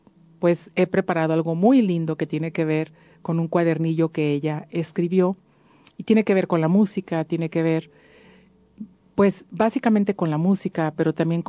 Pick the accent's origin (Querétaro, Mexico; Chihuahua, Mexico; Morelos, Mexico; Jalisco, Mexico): Jalisco, Mexico; Guadalajara; born there; Nací en Guadalajara, Jalisco